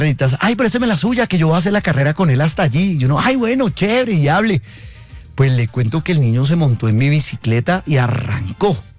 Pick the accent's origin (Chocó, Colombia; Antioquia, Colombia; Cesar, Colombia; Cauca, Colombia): Cauca, Colombia; Popayán; Soy de Popayán, escucha.